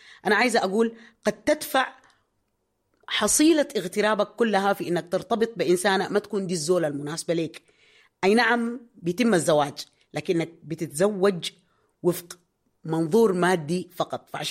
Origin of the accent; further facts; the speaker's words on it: Sudan; بلدنا الحنين والحلو السودان.